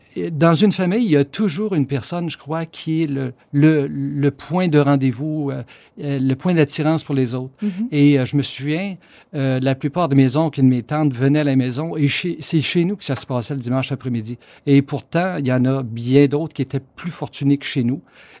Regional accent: Saint-Damien, Quebec, Canada; Je suis natif, moi, de Saint-Damien, dans le beau comté de Bellechasse. C'est un pays de montagne, hein

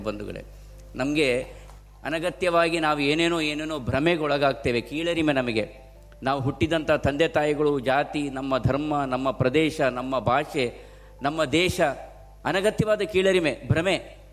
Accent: Karnataka, India; ಮನೆ ಭಾಷಿಗರಾಗಿದ್ದುಕೊಂಡು ನಾವು ತುಳುವರು, ಗಟ್ಟಿಯಾದಂತಹ ಅನುಷ್ಠಾನದಲ್ಲಿ ಕನ್ನಡಿಗರು, ಎಲ್ಲ ನೆಲೆಗಳೊಂದಂತೆ ನಾವು ಭಾರತೀಯರು ಎನ್ನುವಂಥ ತತ್ವದಲ್ಲಿ ಬಾಳಿ ಬದುಕಿದವರು.

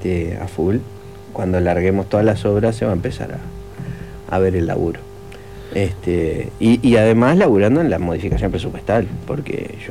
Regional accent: San Carlos, Maldonado, Uruguay; born there; Yo soy nacido en San Carlos. Maldonado es el departamento de Maldonado.

